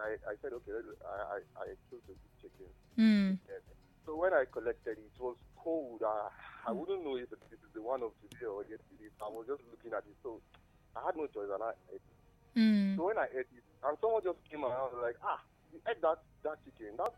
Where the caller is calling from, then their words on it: Kogi, Nigeria; From Kogi State.